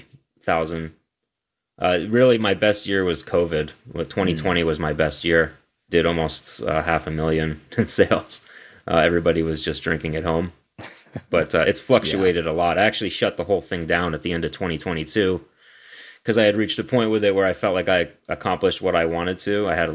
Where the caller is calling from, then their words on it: Beverly, Massachusetts, United States; I'm calling from Beverly, Massachusetts